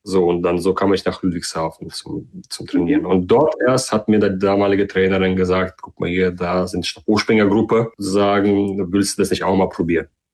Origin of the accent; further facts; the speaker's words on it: Kazakhstan; now in Germany; Und das war noch in Kasachstan, da war ich auch herkomme, wo ich geboren bin. Dort habe ich damit angefangen gehabt.